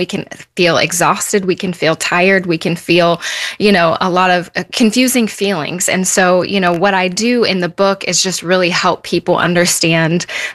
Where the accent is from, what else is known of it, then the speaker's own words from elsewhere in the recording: Pacific Northwest, United States; moved away as an adult; now in Florida, United States; stepped into Florida living when I was from the Pacific Northwest, which felt like a different planet